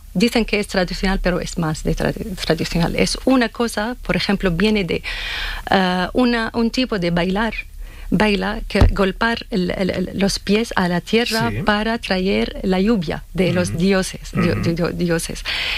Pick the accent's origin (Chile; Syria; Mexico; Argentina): Syria; Damascus, Damascus Governorate; Spanish is a second language; also born or lived in Homs, Syria; now in Spain; Sí, de Homs. Pero aunque crecí en Damasco, pero nací en Homs.